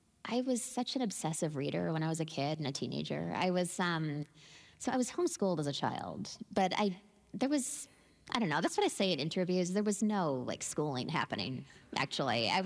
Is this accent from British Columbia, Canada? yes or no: yes; Denman Island, British Columbia, Canada; I think maybe as a function of growing up in a small place, and I'm from Denman Island, British Columbia. It's about 1,000 people.